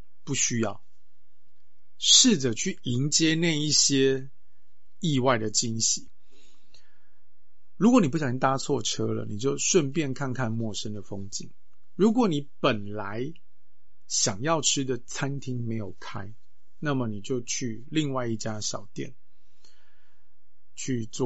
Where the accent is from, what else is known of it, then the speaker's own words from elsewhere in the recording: Taipei, Taiwan; 我是台北出生长大，对我来讲桃园已经陌生了，竹苗就更不用提了